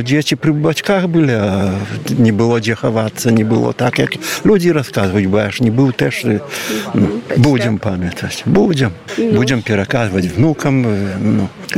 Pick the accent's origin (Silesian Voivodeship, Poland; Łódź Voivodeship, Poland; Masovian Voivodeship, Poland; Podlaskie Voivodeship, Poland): Podlaskie Voivodeship, Poland; Kuźnica; Nie, ja sam z Kuźnicy Białostockiej. Żona moja z Topolan. I tu dom pobudował.